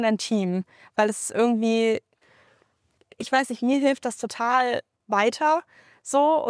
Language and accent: German; Bonn, North Rhine-Westphalia, Germany; ich bin 21 und ich komme aus Bonn.